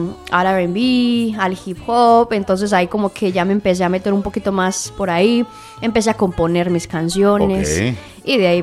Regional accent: Barcelona, Catalonia, Spain; prácticamente crecí en Barcelona.

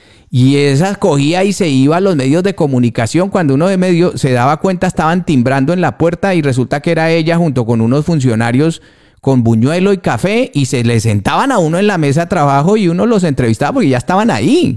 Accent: Colombia; now in Spain; Somos colombianos los que estamos metidos en esto.

